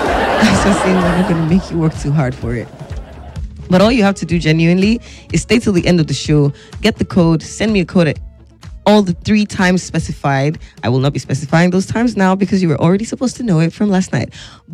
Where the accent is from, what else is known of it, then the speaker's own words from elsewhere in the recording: Nigeria; accent: Yoruba; But you'll be able to hear some of the English words or English phonetics in my Yoruba accent.